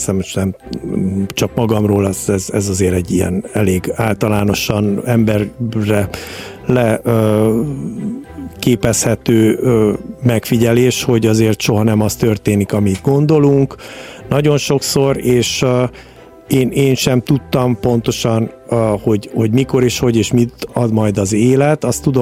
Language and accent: Hungarian; Hungary; moved away; also born or lived in United States; én Magyarországra születtem, magyar vagyok, és ezt senki nem tudja elvenni tőlem. Viszont én nagyon sokat töltöttem Amerikában is